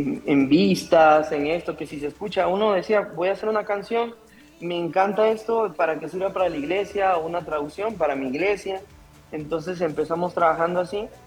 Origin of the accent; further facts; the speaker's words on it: Peru; now in Bogotá, Colombia; Yo soy de Perú, pero vivo en Colombia